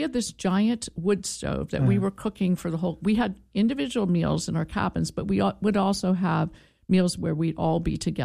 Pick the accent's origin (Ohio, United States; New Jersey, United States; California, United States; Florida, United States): Ohio, United States; Canton; And I had friends from my hometown of Canton, Ohio.